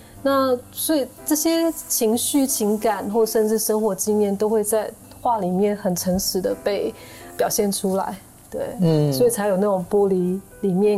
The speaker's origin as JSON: {"language": "Chinese", "town": "Taitung", "region": "Taitung County", "country": "Taiwan", "tie": "born or raised there", "moved": "as an adult", "said": "那我从小其实不知道自己家里有原住民的血统。那我们在市区长大，父母亲就说：“哦，我们就是搬来台东的汉人这样子。”"}